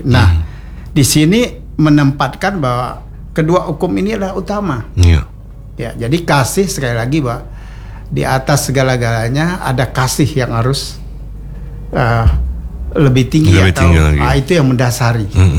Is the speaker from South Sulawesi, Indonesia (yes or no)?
no; Sintang, West Kalimantan, Indonesia; kita orang Melayu, orang Dayak gitu kan. Kita bilang, kalau di kami Sintang itu Bang, dulu gitu kan, saya juga dari keluarga, di tengah keluarga ada yang Melayu, ada atau bilang agama Islam, tapi dia Melayu dia.